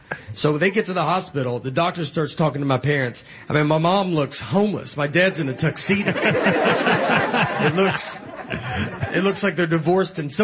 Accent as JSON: {"language": "English", "town": "Old Hickory", "region": "Tennessee", "country": "United States", "tie": "born or raised there", "said": "So I grew up in Old Hickory, Tennessee"}